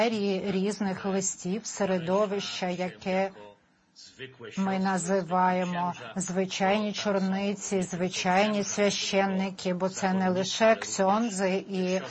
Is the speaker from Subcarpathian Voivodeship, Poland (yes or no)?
yes; Subcarpathian Voivodeship, Poland; я родом із Підкарпаття, з південно-східної частини Польщі. Більш-менш моя місцевість знаходиться приблизно 30 кілометрів від кордону із Словаччиною, 80-90 з кордоном з Україною.